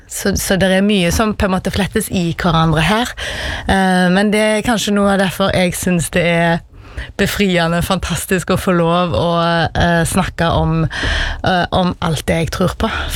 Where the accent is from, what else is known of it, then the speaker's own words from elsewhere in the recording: Karmøy, Rogaland, Norway; jeg kommer fra Karmøy.